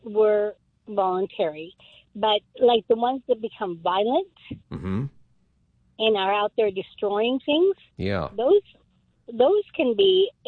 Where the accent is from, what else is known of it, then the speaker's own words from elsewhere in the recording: Montana, United States; Yeah, because I know I'm from Montana, and we had a place called Warm Springs.